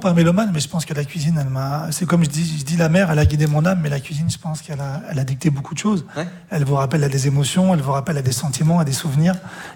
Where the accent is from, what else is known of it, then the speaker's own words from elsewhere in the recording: Pointe-Noire, Republic of the Congo; born there; Moi, je suis né à Pointe-Noire, à la clinique des Manguiers.